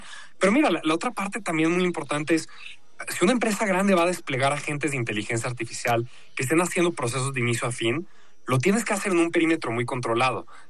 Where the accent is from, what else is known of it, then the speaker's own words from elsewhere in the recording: Mexico; moved away as an adult; also born or lived in Bogotá, Colombia / United States; yo crecí en México, hice mi carrera en Harvard, allá estudié economía y ciencias de la computación. Llevo los últimos 6 años trabajando en tecnología en América Latina. Viví un par de años en Bogotá, Colombia.